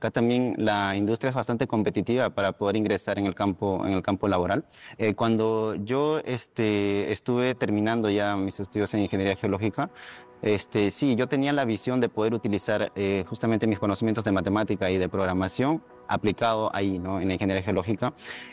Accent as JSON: {"language": "Spanish", "country": "Peru", "said": "me di cuenta de que la minería es un sector bastante importante aquí en el Perú"}